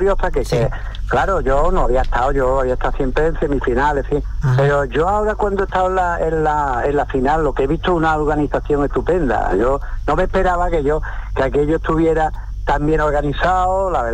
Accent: Paterna de Rivera, Andalusia, Spain; born there; now in Fuengirola, Spain; este es especial, este es mi pueblo, este lo llevo con orgullo

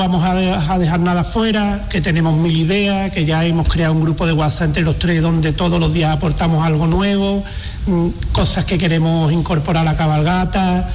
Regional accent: Arcos de la Frontera, Andalusia, Spain

